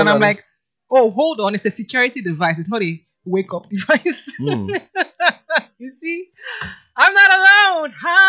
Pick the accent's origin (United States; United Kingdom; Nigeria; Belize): Nigeria; English is a second language; English is not my first language. I'm a Nigerian